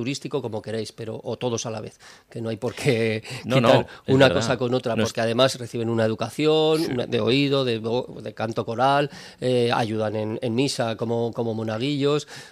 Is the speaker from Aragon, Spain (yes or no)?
yes; Zaragoza, Aragon, Spain; Yo creo que primero los infanticos, todos los que somos de Zaragoza, los tenemos metidos en la memoria infantil casi, ¿no?